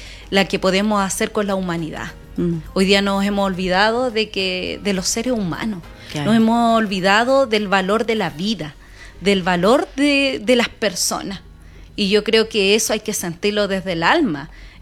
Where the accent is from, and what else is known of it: Chile